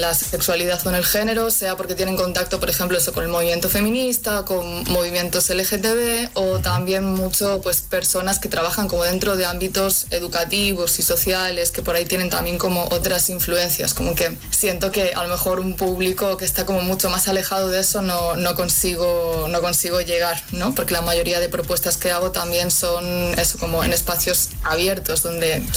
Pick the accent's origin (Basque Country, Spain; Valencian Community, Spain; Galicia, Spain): Galicia, Spain; Sí, de hecho ahora mismo estoy en Málaga, pero yo soy de Galicia, así que me he movido bast